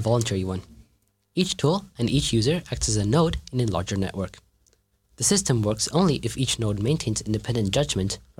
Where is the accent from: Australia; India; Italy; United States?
India; I'm from India and also 15.